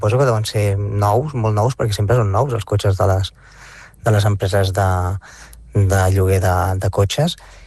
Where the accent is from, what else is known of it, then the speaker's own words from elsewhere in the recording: Barcelona, Catalonia, Spain; sóc de Barcelona